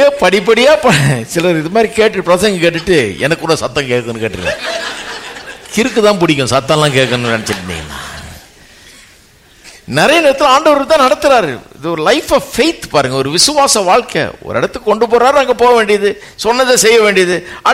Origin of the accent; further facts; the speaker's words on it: Chennai, Tamil Nadu, India; நான் இந்த சென்னை பட்டணத்துக்காக தமிழ் அறிவை கொடுத்து, எனக்கு தமிழ் கலாச்சாரத்தில் என்னை வளர வச்சு, இந்த ஊரில் என்ன இருக்க வச்சு, ஒரு இந்திய